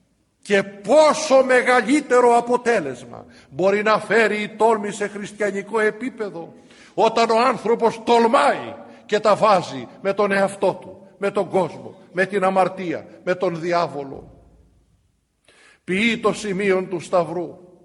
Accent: Greece; Σε ορθόδοξη χώρα να μην τολμούμε?

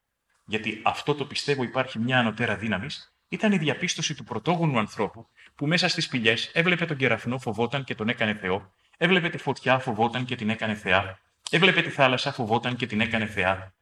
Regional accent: Greece; Η πρώτη αρρώστια, Έλληνες είμαστε.

